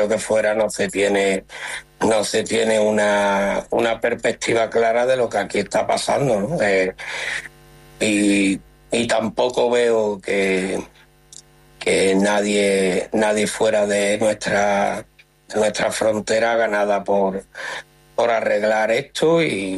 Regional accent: Gerena, Andalusia, Spain; Yo creo que, como has dicho, soy de Gerena

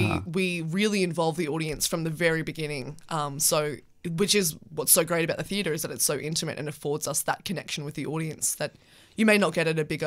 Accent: Queensland, Australia; moved away as an adult; also born or lived in Perth; I'm from Queensland, so it was my first time in Perth

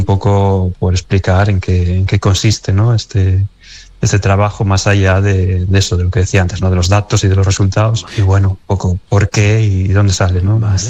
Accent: Gijón, Asturias, Spain; also born or lived in Oviedo / Allande / La Pola; aparte yo estuve varios años viviendo en la Pola, ¿no? Uh-huh. Me nacieron en Oviedo, pero, pero luego me crié en Gijón y luego, bueno, pasé conmigo mucho tiempo en Allande.

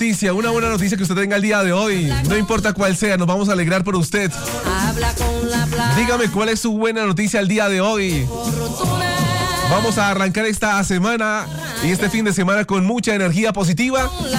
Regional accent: Colombia; Así somos los colombianos. No nos rendimos nunca, muchachos. Y hay que estar orgullosos de nosotros. Orgullosos de nuestra raza colombiana.

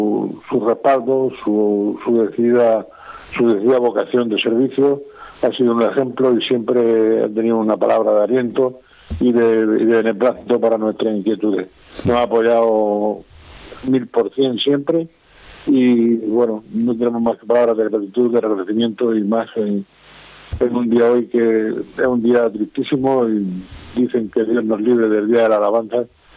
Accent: Region of Murcia, Spain; sentirse murciano y transmitirlo a todos nosotros y honrándonos para animándonos a seguir diciendo que somos murcianos, proclamándolo y dando ejemplo de vida.

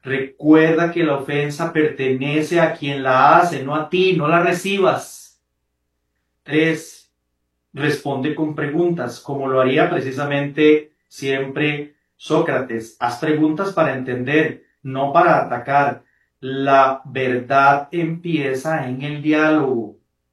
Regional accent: Cartago, Costa Rica; allá en mi provincia de Cartago

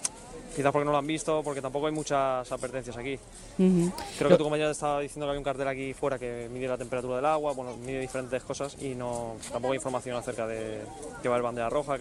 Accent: Alicante, Valencian Community, Spain; Bueno, aguantando, como somos alicantinos de aquí, estamos acostumbrados al calor, así que somos fuertes.

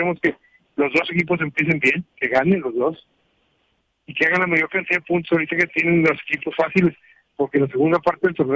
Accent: Monterrey, Nuevo León, Mexico; Yo soy más regio que la mayoría de todos los que se llaman aquí.

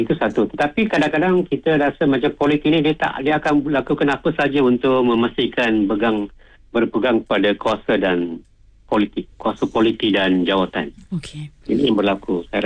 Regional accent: Kluang, Johor, Malaysia; Tidak jauh daripada kampung saya di Keluang, jiran. Saya orang Keluang kan.

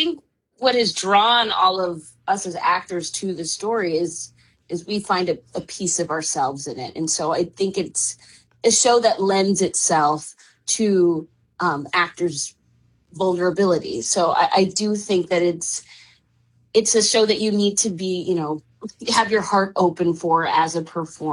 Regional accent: Sandwich, Illinois, United States; moved away; also born or lived in Aurora, Illinois; Growing up in the rural Illinois was such a an interesting experience. You know, I grew up basically in the cornfields, but I have such a strong community there and have built a community there for so much of my life.

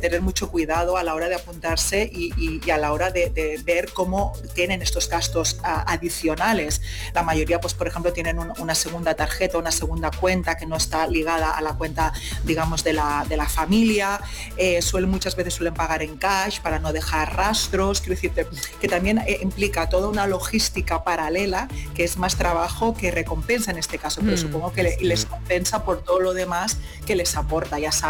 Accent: Spain; yo soy española y no vivo en Colombia

